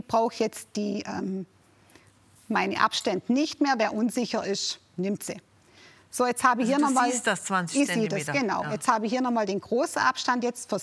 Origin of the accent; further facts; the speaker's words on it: Flanders, Belgium; German is a second language; now in Swabia, Germany; Aber ich bin im Flämischen. Also wir sind Flamer.